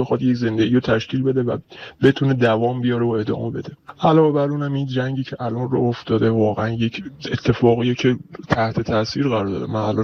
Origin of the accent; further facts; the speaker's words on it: Iran; من که یک جوان ایرانی هستم و تقریبا 30 سالم هستش